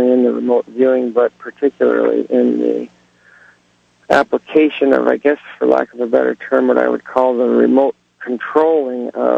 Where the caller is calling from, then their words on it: Reno, Nevada, United States; I'm from the Reno area.